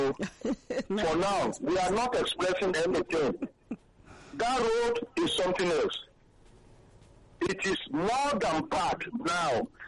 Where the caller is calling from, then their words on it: Ibadan, Oyo, Nigeria; I'm calling from Ibadan.